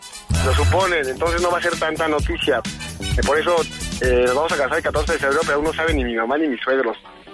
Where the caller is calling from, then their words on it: Mexico City, Mexico; De aquí, de Tlalpan.